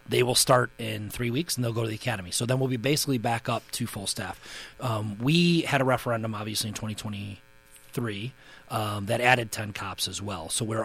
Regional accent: Kenosha, Wisconsin, United States; I was born and raised here, and then I graduated high school and was weighing all different types of options.

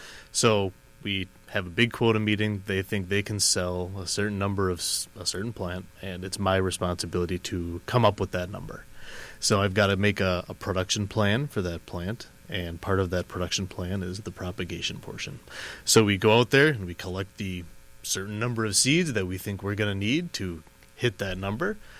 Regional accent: De Pere, Wisconsin, United States; also born or lived in Stevens Point, Wisconsin; now in Menomonee Falls, United States; I was raised in De Pere, Wisconsin, went to school in Stevens Point for forestry.

